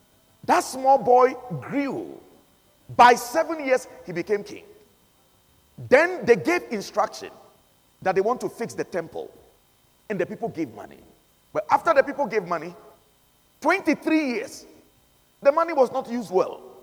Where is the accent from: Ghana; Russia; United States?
Ghana; I'm from West Africa, Ghana.